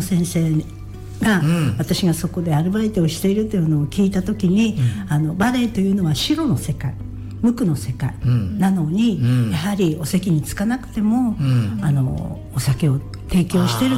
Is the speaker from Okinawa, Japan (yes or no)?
no; Sapporo, Hokkaido, Japan; うちのおばあちゃんね青森県出身なのね、うん、でお母ちゃんと私が札幌で生まれ育ったんですけれども